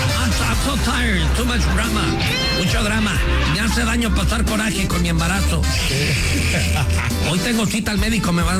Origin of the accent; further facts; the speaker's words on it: Mexico; Los mismos malinchistas que a veces somos mexicanos